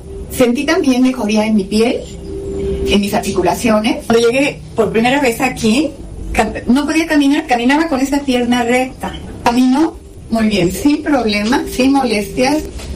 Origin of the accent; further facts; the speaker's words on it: Mexico City, Mexico; tengo 75 años, vengo de la Ciudad de México a mi tratamiento.